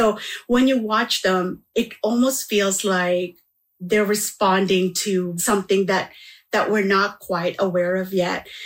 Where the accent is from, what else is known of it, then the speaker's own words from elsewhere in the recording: Manitoba, Canada; And so growing up in Manitoba, those landscapes became very much part of how I see things.